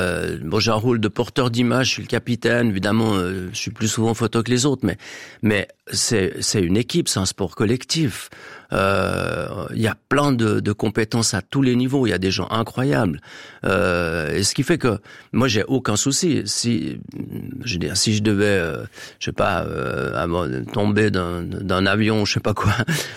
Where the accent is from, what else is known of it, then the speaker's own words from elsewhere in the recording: Nyon, Vaud, Switzerland; also born or lived in Geneva; Alors moi, je suis un peu Vaudois, un peu Genevois, mais Genevois parce qu'on est proche de Genève. À Nyon, c'est ça, j'ai fait mes études à Genève, j'ai passé mon permis de conduire à Genève, j'ai fait du sport à Genève.